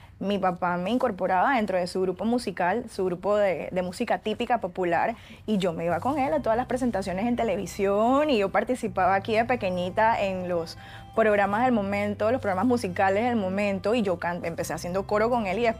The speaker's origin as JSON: {"language": "Spanish", "country": "Panama", "said": "Entonces, yo digo que Panamá al final somos la mezcla de muchas cosas. Culturalmente hablando, somos herencia europea, somos herencia africana, y por supuesto nuestra herencia nativa de ya aquellos habitantes de este continente."}